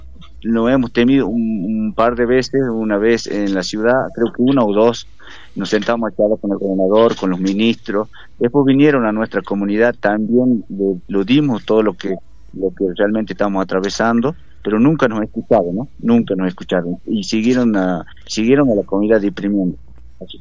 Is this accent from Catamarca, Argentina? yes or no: yes; Catamarca, Argentina; nos ve como que no somos argentinos, como que no somos de Catamarca